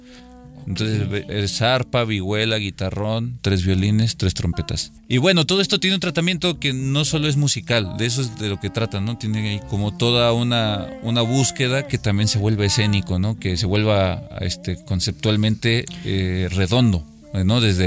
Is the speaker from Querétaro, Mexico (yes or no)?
yes; Querétaro, Mexico; now in Xalapa, Mexico; Nosotros somos queretanos